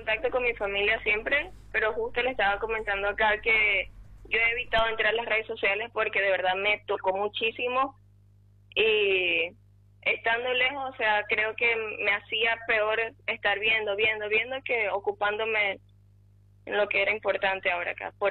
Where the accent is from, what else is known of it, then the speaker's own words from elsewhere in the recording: Barinas, Venezuela; now in Ciudad del Este, Paraguay; Yo soy de Barinas.